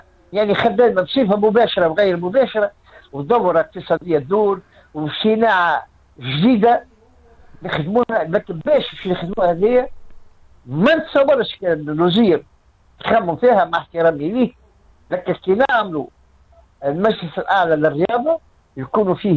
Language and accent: Arabic; Tunisia